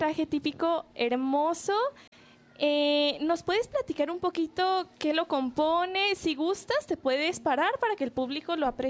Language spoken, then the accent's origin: Spanish; Michoacán, Mexico; yo soy de Michoacán, compartimos una zona que es la Tierra Caliente.